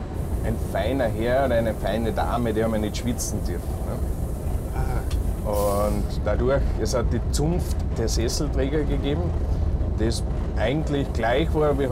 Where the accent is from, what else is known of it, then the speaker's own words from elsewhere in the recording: Carinthia, Austria; also born or lived in Vienna; now in St. Wolfgang, Austria; Und als Kärntner sagt man ja immer, es wird einem das Singen in die Wiege gelegt.